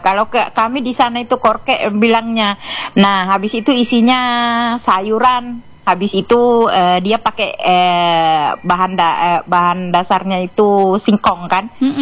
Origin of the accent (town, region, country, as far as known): Sulawesi, Indonesia; born there; now in East Kalimantan, Indonesia